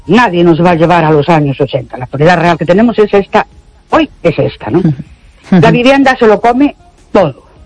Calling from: Ourense, Galicia, Spain; Buenas noches … de Orense.

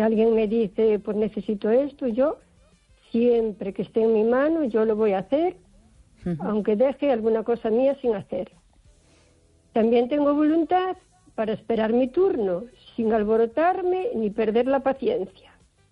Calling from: O Carballiño, Galicia, Spain; de Carballiño.

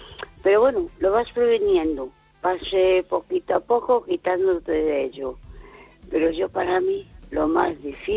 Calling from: A Coruña, Galicia, Spain; de Coruña.

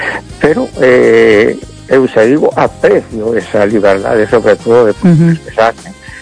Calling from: A Coruña, Galicia, Spain; de Coruña.

